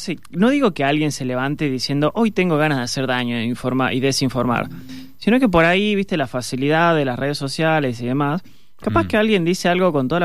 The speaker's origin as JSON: {"language": "Spanish", "region": "Jujuy", "country": "Argentina"}